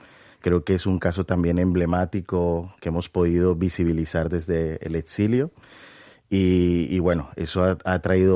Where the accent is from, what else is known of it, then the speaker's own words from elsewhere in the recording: Colombia; now in Spain; yo tengo pues la doble nacionalidad, soy colombiano, pero también tengo la nacionalidad del Estado español